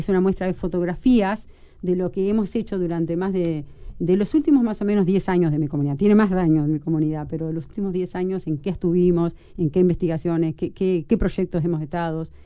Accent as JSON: {"language": "Spanish", "region": "Paysandú", "country": "Uruguay", "tie": "born there", "moved": "yes", "lives_now": "Montevideo, Uruguay", "said": "Yo nací en Paysandú, en la ciudad"}